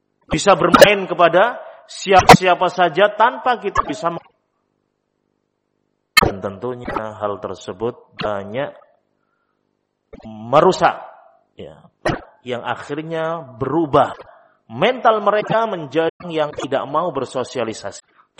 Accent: Java, Indonesia; Pesan kepada mereka, istilah kita orang Jawa, ojo kalah karo arek, ya.

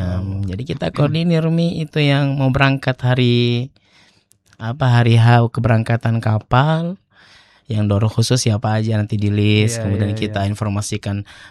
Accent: Palu, Central Sulawesi, Indonesia; born there; now in Makassar, Indonesia; Kalau lahir di Kota Palu, Sulawesi Tengah. Ya, lahir di Kota Palu, Sulawesi Tengah. Dan sekarang kita mukim di Makassar.

